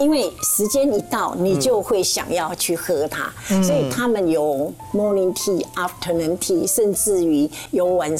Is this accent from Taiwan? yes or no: yes; Chiayi, Chiayi City, Taiwan; 在我是嘉义人，我在嘉义出生，所以在嘉义那个地方呢，算是一个比较偏远的城市